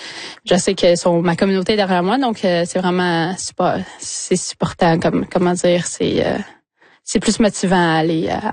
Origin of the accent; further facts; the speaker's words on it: Wemotaci, Quebec, Canada; Nous, quand j'ai grandi à Wimantashi, justement, où on avait mon père une glace d'erreur chez nous, dans notre cour arrière.